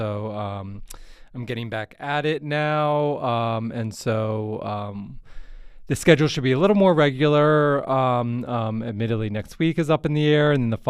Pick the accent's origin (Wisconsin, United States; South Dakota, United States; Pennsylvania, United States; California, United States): Pennsylvania, United States; Philadelphia; moved away; I'm from the East Coast, so don't hold that against me. I'm a Philadelphia native. Every time I say water, I'm reminded of that.